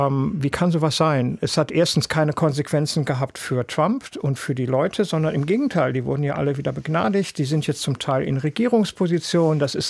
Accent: Germany; moved away as an adult; also born or lived in New York, United States; now in Hamburg, Germany; wir als Deutsche

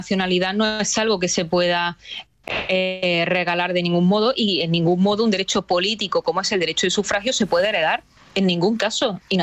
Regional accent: Spain; a día de hoy su voto y el mío, como españoles que somos, cada vez vale menos.

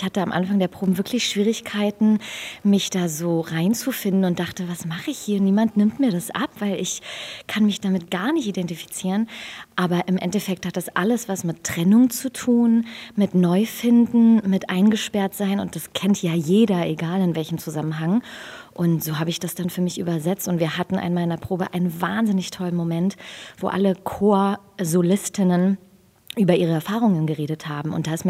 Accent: Berlin, Germany; accent: Berlinerisch; ich bin in Hellersdorf aufgewachsen. Mein Vaters Seite, die sind alle Berliner. Also das ist in Blut, in meinem Blut drin

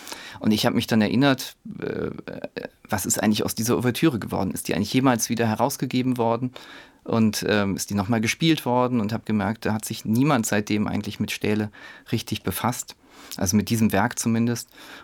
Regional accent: Fulda, Hesse, Germany; Da hatten wir in der Schule, also ich komme auch eben aus Fulda.

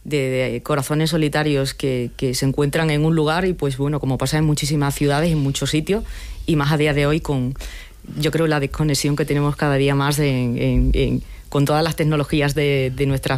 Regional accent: Spain; now in Madrid, Spain; que soy española

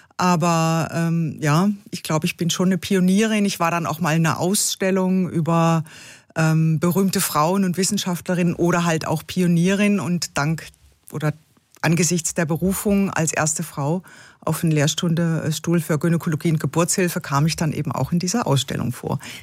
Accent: Baden-Württemberg, Germany; accent: Baden dialect; Ich bin geborene Badnerin

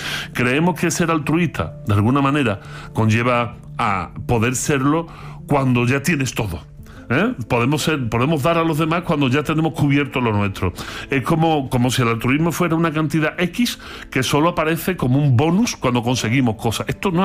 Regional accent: Andalusia, Spain; Los andaluces, para el concepto de eudaimonía, sin saberlo, los propios andaluces, le damos su propio nombr

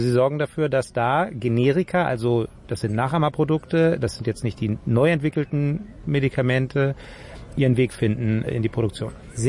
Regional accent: East Germany, Germany; so viele Jahre nach der Wende man dann vielleicht doch immer noch so ein bisschen ein Unikum ist als Ostdeutsche und dann auch noch Frau.

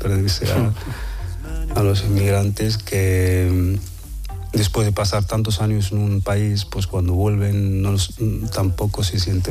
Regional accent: Asilah, Tanger-Tetouan-Al Hoceima, Morocco; Asila es casas blancas, océano enorme, al Atlántico. Callejuelas pequeñas y mucha lu

